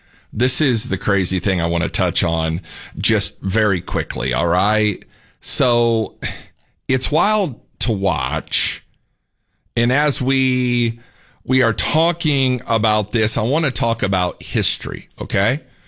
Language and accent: English; Indiana, United States; Now, I'm from Indiana. Dearborn's not that far from Fort Wayne, probably about a couple hours.